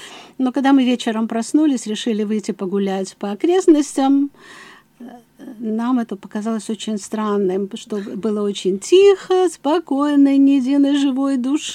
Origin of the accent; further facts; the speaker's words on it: Sukhumi, Abkhazia, Georgia; moved away as an adult; also born or lived in Tbilisi; now in Australia; Я родилась в солнечном городе Сухуми, столице Абхазии. Училась тогда еще в новооткрытой школе номер 19, которая впоследствии носила имя космонавта Владимира Комарова.